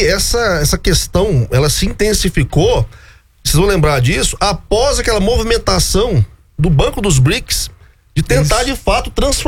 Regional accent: Brazil

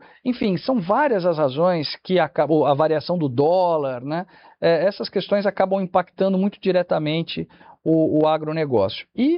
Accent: São Paulo, Brazil; Eu sou da região de Ribeirão Preto

